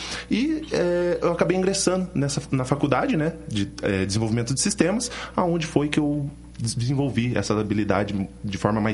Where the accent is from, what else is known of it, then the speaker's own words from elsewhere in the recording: Pinhais, Paraná, Brazil; also born or lived in Curitiba; eu sou nascido em Curitiba, mas foi viver a minha vida toda, basicamente, em Pinhais, região metropolitana, do ladinho ali. Cidade maravilhosa, que eu tenho uma paixão enorme.